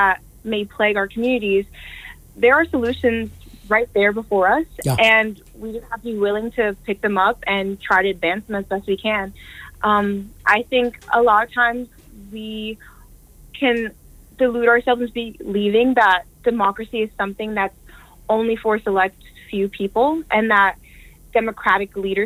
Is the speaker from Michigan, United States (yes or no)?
no; Perth Amboy, New Jersey, United States; born and raised in New Jersey. I'm actually from Perth Amboy.